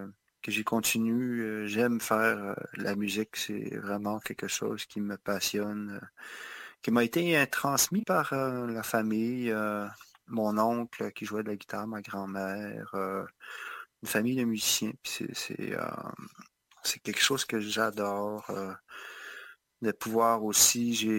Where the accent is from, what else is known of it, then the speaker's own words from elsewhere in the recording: Mashteuiatsh, Quebec, Canada; Je suis originaire de Pequagamire, évidemment